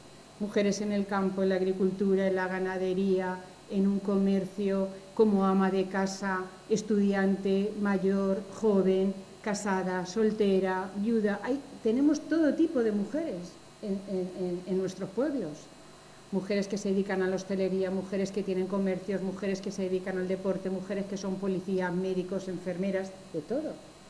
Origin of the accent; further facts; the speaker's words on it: Pozuelo de Calatrava, Castilla-La Mancha, Spain; Yo soy de Pozuelo de Calatrava